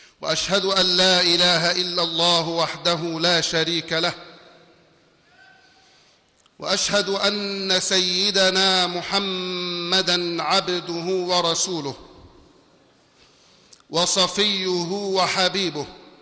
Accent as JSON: {"language": "Arabic", "country": "Egypt", "said": "إني كإنسان مصري"}